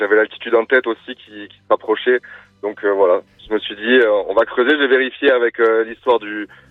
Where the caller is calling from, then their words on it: Toulouse, Occitanie, France; Non, moi je suis de Toulouse